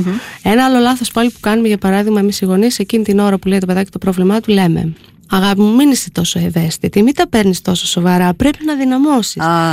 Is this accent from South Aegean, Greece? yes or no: no; Eastern Macedonia and Thrace, Greece; είμαι και από τη Θράκη